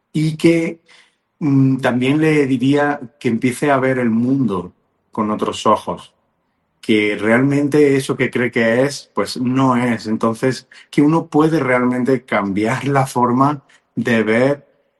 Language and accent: Spanish; Spain; now in Mexico